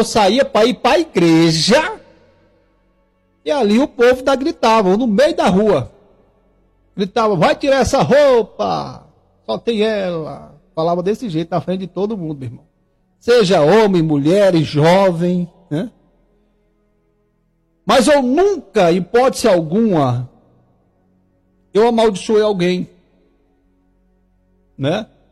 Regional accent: Tocantins, Brazil

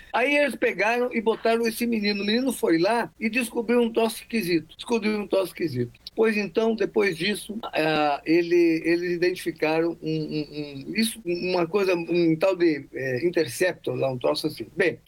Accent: Brazil; Eu sou brasileiro.

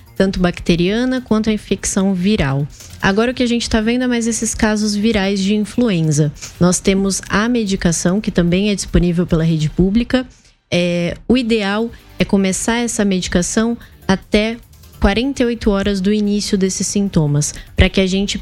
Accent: Santos, São Paulo, Brazil; now in Piraju, Brazil; Não sou de Piraju, sou de Santos, mas agora pirajuense aí de coração.

